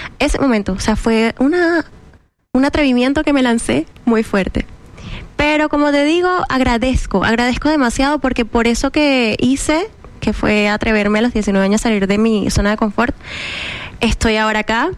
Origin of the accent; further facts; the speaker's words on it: Venezuela; moved away as an adult; Y yo salí de Venezuela cuando tenía 19 años. O sea, joven.